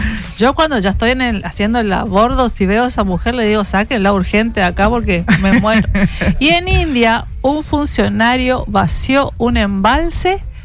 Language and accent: Spanish; Argentina; aquí como ciudadanas argentinas le agradecemos por ese trabajo que usted está haciendo.